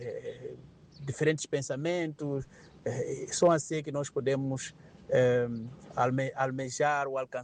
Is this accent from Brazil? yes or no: no; Mozambique; somos todos moçambicanos